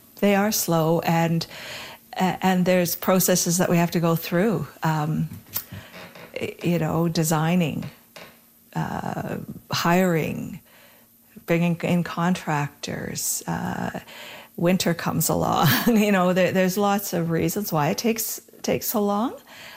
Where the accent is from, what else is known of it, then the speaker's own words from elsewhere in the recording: Lytton, British Columbia, Canada; Yeah, I grew up in Lytton, and I attended this church for a while.